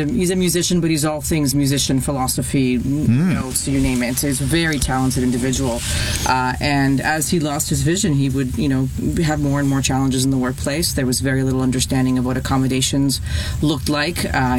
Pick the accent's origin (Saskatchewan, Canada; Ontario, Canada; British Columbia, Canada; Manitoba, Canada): Ontario, Canada; Scarborough; I grew up in a wonderful neighborhood called Scarborough in the GTA.